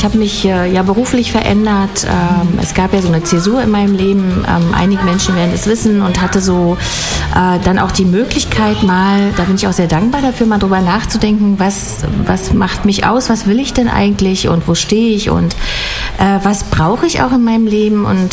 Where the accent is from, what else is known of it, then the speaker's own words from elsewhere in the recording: Frankfurt, Brandenburg, Germany; Ich freue mich sehr, hier zu sein, in meiner Heimatstadt natürlich.